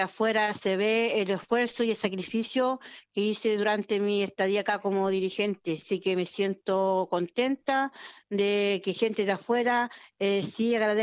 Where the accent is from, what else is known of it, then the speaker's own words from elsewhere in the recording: Maule, Chile; yo nací acá en Quiñipeumo